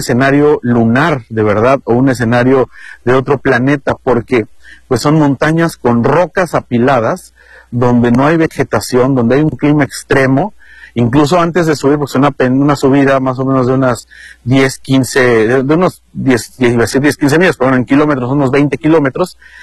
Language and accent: Spanish; Mexico; Si yo como mexicano rento un carro aquí en San Diego con placas de Estados Unidos